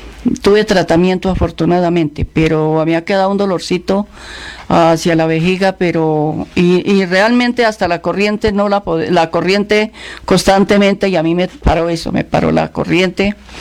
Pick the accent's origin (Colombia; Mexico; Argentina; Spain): Colombia; Ubaté, Cundinamarca; Yo vengo de Ubaté.